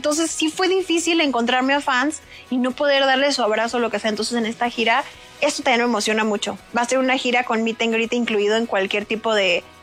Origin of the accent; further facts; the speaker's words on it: Culiacán, Sinaloa, Mexico; Yo soy de Culiacán.